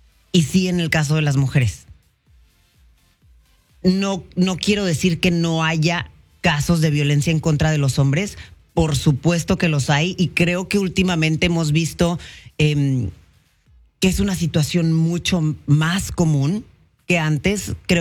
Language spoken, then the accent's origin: Spanish; Mexico; como lo somos los mexicanos